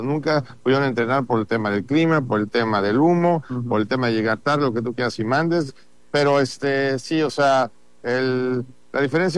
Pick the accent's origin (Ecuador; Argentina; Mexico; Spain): Mexico; y por supuesto como mexicano, como reporteros mexicanos de este lado de la frontera.